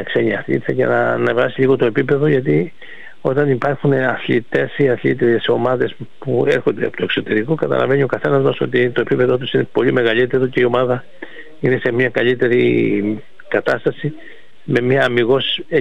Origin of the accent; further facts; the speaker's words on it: Kourouta, Western Greece, Greece; στο Δήμο Ήλιερα στην Κουδούντα, την πατρίδα μου